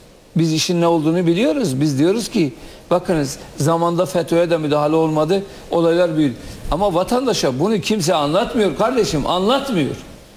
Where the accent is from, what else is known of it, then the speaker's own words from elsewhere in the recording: Kurdistan, Turkey; ben bir Kürt olarak görüyorum